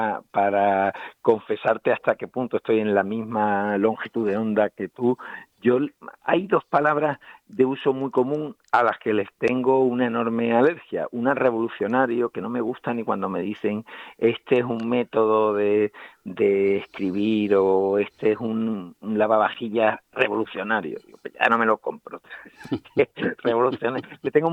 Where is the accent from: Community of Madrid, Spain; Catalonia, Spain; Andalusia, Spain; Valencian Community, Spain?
Andalusia, Spain; El Puerto de Santa María; mi pueblo, que es el Puerto de Santa María